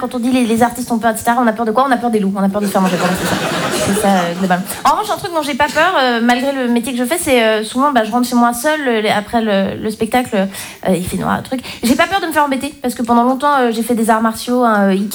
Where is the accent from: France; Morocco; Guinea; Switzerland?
Switzerland; moved away; Moi je suis Suisse.